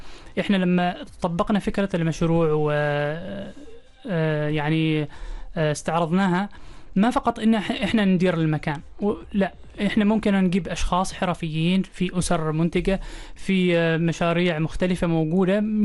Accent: Oman

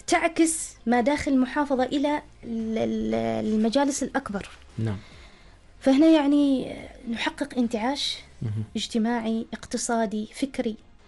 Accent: Oman; ولكن أدوارنا نحن كعمانيين وكوسائل متكاملة مع بعضها البعض أن نثقف

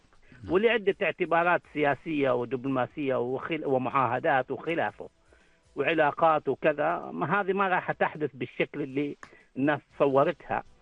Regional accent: Oman; لنا نحن كعمانيين

